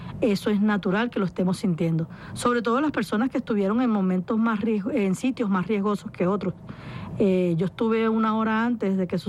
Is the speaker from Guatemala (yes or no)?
no; Venezuela; nos hace recordar quiénes somos como venezolanos.